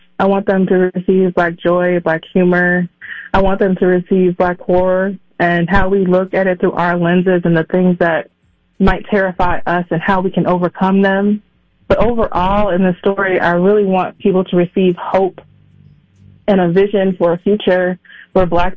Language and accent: English; Minneapolis, Minnesota, United States; growing up in the Twin Cities